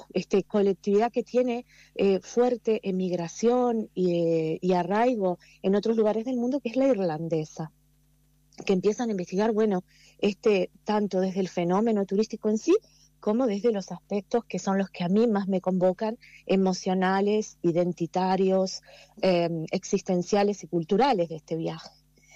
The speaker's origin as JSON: {"language": "Spanish", "town": "Las Piedras", "region": "Canelones", "country": "Uruguay", "said": "yo soy de Las Piedras"}